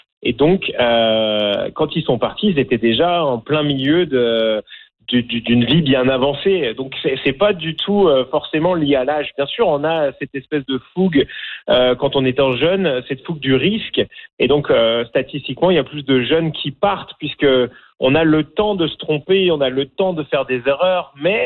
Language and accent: French; France; accent: French from France; moved away as an adult; now in Canada; j'ai pas l'accent franco-canadien typique. J'ai un accent français de France. Pourtant, ça va faire 20 ans, plus de 20 ans que je vis au Canada, que je suis canadien